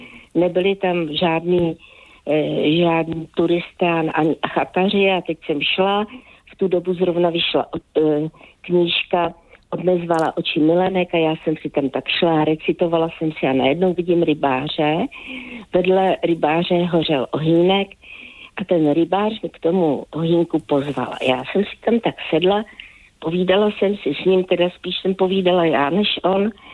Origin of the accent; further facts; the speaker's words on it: Central Bohemian Region, Czechia; ty miluju a jsem ráda, že Ota Pavel je dvorní spisovatel mého rodného kraje.